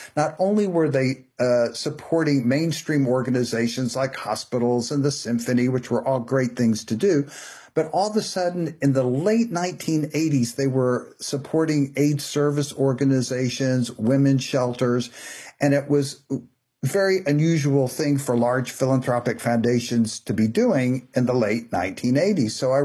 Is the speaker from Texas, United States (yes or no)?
yes; Houston, Texas, United States; I grew up in Houston